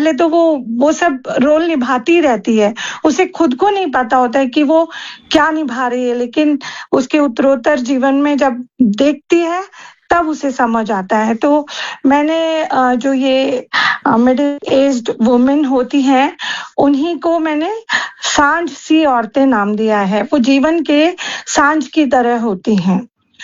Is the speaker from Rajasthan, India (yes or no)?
yes; Rajasthan, India; बचपन मेरा राजस्थान के अलग अलग शहरों में बीता, और बहुत ही कभी बड़ा शहर था, कभी हम छोटे शहर में गए, गांव में गए, तो कभी हमने खेत खलिहान देखे, तो कभी हमने शहर देखे